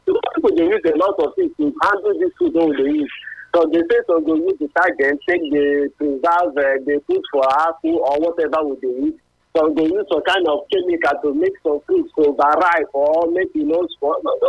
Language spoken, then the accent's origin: English; Ogara, Delta, Nigeria; Okay, I stand as I come from Ogara Delta State.